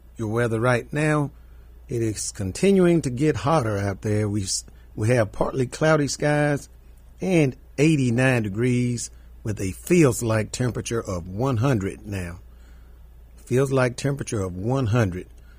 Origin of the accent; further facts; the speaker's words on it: Athens, Alabama, United States; the Hill, the neighborhood I grew up on in Athens, Alabama.